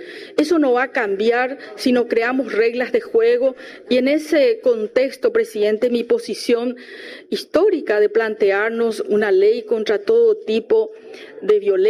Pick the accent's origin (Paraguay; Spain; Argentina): Paraguay; somos los paraguayos y paraguayas discriminativos.